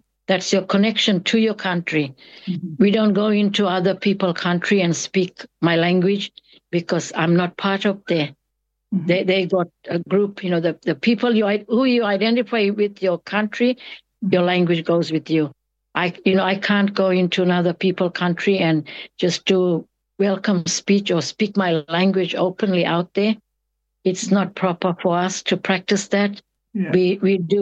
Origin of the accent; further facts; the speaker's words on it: Enginu, Australia; because I grew up here in Enginu. Enginu is my community. It's in the Puthuma Land Trust.